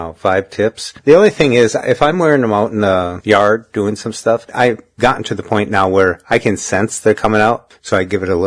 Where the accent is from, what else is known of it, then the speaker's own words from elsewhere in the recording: Minnesota, United States; I'm from Minnesota.